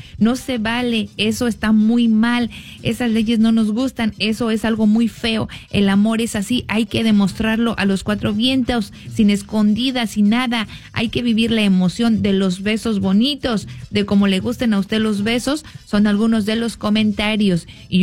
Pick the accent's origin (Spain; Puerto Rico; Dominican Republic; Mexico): Mexico; nosotros los mexicanos que somos rebesucones